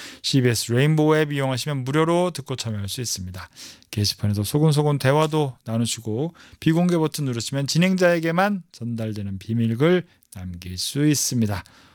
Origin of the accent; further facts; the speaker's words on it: Seoul, South Korea; 제가 옛날에 어렸을 때 서울의 한가운데 살았거든요. 종로에 살았는데, 동대문에 가면 문구거리가 있어요.